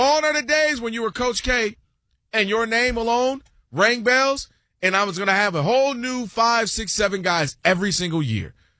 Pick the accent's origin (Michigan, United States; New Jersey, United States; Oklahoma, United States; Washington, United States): Michigan, United States; Ann Arbor; somebody born and raised in Ann Arbor, you know, go blue.